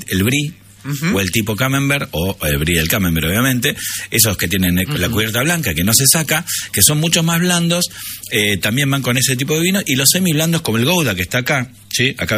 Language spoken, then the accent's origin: Spanish; Italy; Digo, yo soy italiano, me encanta, amo las pastas, amo todo lo italiano